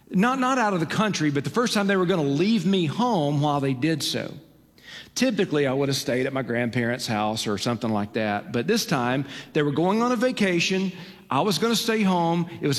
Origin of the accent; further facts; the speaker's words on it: Alabama, United States; But I grew up in North Alabama, in Lawrence County, Alabama. We grew up on a cattle ranch, and it was Charlet cattle surrounding our home.